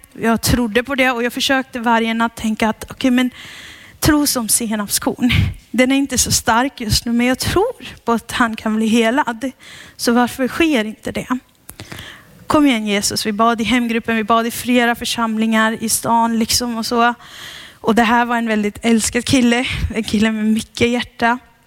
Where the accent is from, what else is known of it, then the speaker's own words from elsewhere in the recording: Pakistan; also born or lived in Sri Lanka; När jag växte upp, jag är uppvuxen i Pakistan och jag är uppvuxen i Sri Lanka och jag är uppvuxen på kampanjer.